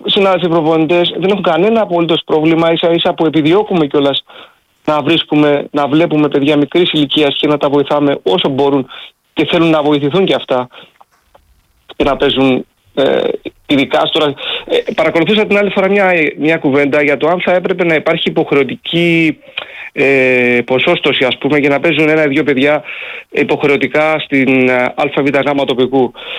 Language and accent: Greek; Apollona, South Aegean, Greece; now in Embona, Greece; Όταν ήμουν εγώ στην 6η Δημοτικού, στο χωριό μου, στα Απόλλωνα, ήμασταν 94 παιδιά.